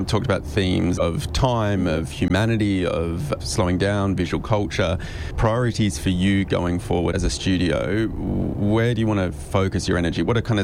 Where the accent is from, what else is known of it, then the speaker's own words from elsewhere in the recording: Australia; I say this as an Australian too